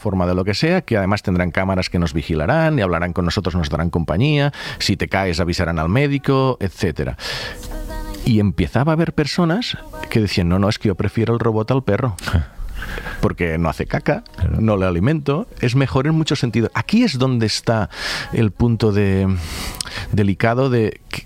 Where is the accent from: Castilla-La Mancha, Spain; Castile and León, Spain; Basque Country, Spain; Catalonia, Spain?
Catalonia, Spain